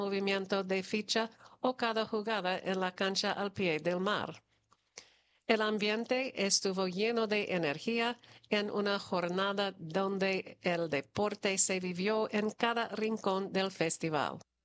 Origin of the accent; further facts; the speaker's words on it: Dominican Republic; Aquí hay mucha historia y vamos a demostrar al mundo quiénes somos y para dónde queremos ir como dominicanos.